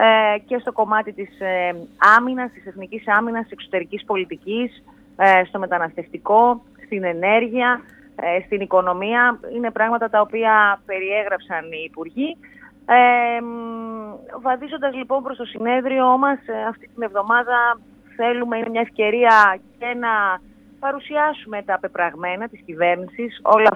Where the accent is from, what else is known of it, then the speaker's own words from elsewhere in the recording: Thessaloniki, Central Macedonia, Greece; έτσι μεγάλωσα στη Θεσσαλονίκη